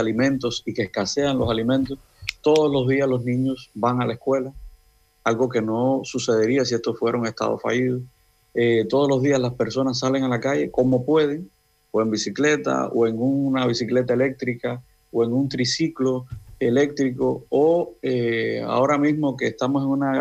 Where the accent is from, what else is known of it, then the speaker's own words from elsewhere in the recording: Cuba; uno se da cuenta que vale la pena seguir siendo cubano